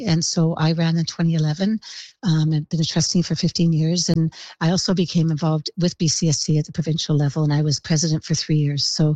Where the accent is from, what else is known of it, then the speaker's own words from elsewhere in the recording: West Vancouver, British Columbia, Canada; I'm from West Vancouver. Our budget's about $100 million a year.